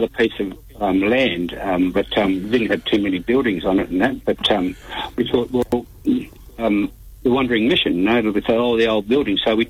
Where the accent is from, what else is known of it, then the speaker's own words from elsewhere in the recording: Bunbury, Western Australia, Australia; I was born in Bunbury on Wardandi country, so I was brought up on Wardandi country.